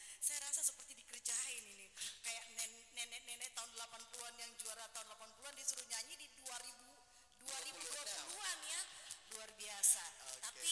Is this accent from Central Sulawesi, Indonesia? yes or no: yes; Palu, Central Sulawesi, Indonesia; Kita kan orang Palu